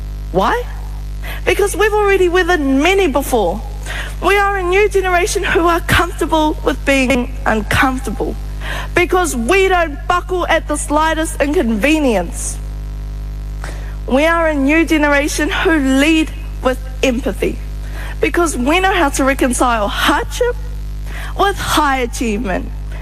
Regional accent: Kaikohe, Northland, New Zealand; I'm from Kaikohe, where two truths can exist at once.

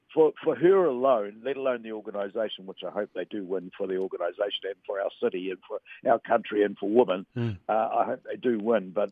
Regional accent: Samoa; moved away; because of my Samoan background. I grew up in Western Samoa, so that background for me has always been an important part of my life.

